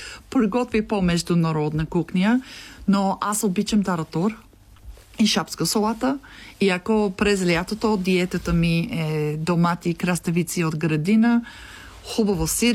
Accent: Kyustendil, Kyustendil Province, Bulgaria; now in United States; Когато хората мисли, ти си от Нью-Йорк, I'm like, не, аз съм кюстендилка. Защото 18 години, това е много дълго време. Аз не съм американка в Америка и аз не съм българка в България

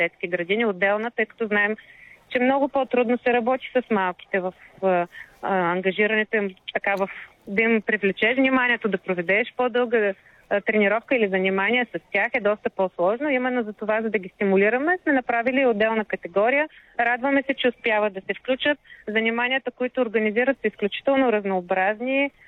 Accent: Plovdiv, Plovdiv Province, Bulgaria; За Пловдив, откъдето сме от ние от БГ Бъди активен, всъщност нямаме изобщо изградена такава инфраструктура.

